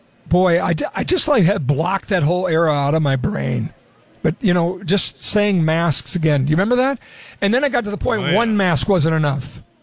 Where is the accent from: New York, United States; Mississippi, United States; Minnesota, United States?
Minnesota, United States; Montevideo; born there; moved away; also born or lived in Huron, South Dakota; I grew up in Montevideo, Minnesota, before I was in here, after I was in Huron